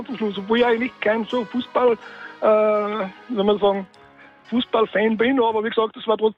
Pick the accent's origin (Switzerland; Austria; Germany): Austria; Upper Austria; born there; ich bin gebürtiger Oberösterreicher.